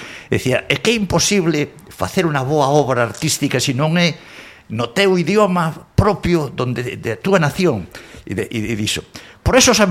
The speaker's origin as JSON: {"language": "Galician", "town": "Vigo", "region": "Galicia", "country": "Spain", "tie": "born or raised there", "said": "yo son fillo de Navarro, máis de galega, polo tanto, na miña casa se falaba básicamente en castelán, nos xesuítas de Vigo, onde estuve 11 años, se falaba absolutamente en castelán"}